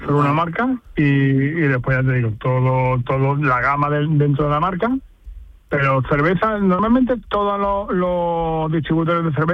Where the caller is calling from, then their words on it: Málaga, Andalusia, Spain; Nosotros estamos en Málaga